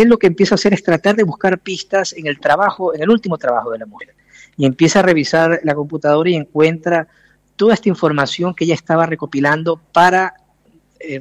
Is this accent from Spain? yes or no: no; Ecuador; Mira que siendo ecuatoriano no lo había leído.